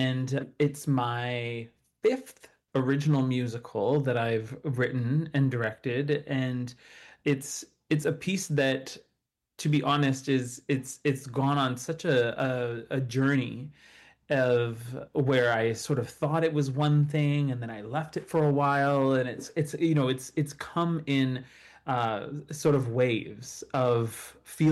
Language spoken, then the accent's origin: English; Ontario, Canada; now in Vancouver, Canada; I'm Anishinaabe from the Matagami First Nations in Northern Ontario and also French, Canadian, and Irish.